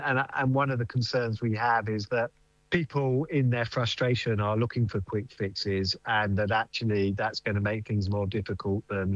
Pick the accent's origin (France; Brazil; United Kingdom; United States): United Kingdom; we sit as proud British Jews, but with very strong connections to Israel